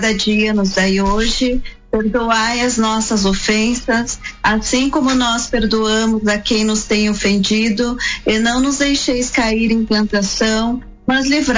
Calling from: Ponta Grossa, Paraná, Brazil; Eu estou falando de Ponta Grossa, no Paraná.

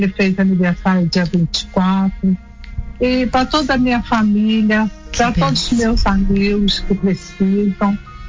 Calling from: Mendes, Rio de Janeiro, Brazil; Olha, eu sou de Mendes, no estado do Rio de Janeiro, mas eu tô aqui em Belo Horizonte, na casa do meu filho.

